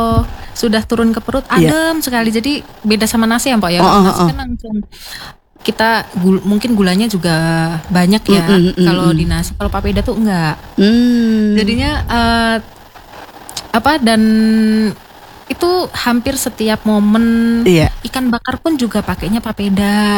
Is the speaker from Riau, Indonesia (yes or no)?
no; Central Java, Indonesia; now in Manokwari, Indonesia; Saya malah dari Jawa Tengah.